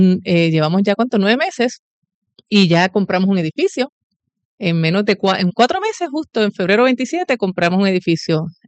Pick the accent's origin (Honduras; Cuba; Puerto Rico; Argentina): Puerto Rico; Yo simplemente soy una puertorriqueña